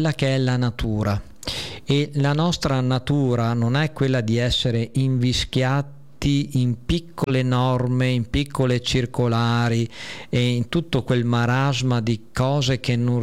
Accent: Bosaro, Veneto, Italy; sono cresciuto a Bosaro, in provincia di Rovigo

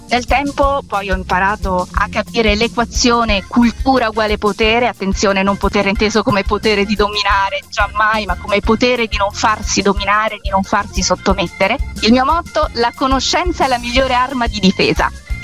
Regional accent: Genoa, Liguria, Italy; now in Rome, Italy; Hai detto bene, sono genovese, naturalizzata romana, ma in realtà non sono legata ad alcun posto.

